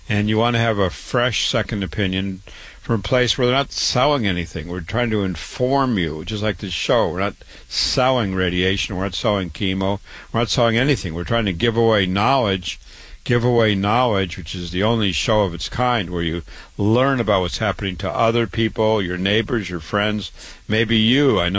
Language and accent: English; Waterloo, Iowa, United States; born and raised in Waterloo, Iowa, went to public school, went to university, MD at 25